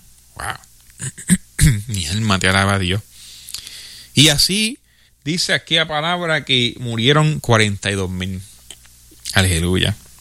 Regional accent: Puerto Rico; Nosotros, por ejemplo, en Puerto Rico, pues ese tenemos, no pronunciamos bien la R. Te pronunciamos la L en vez de la R.

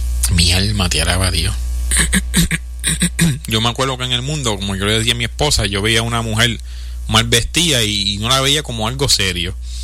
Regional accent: Puerto Rico; como dicen en mi país, Puerto Rico.

